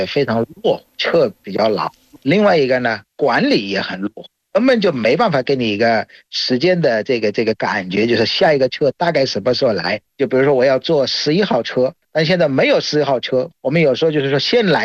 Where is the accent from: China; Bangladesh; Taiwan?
Bangladesh; Chinese is a second language; 大家好，我是来自于孟加拉国的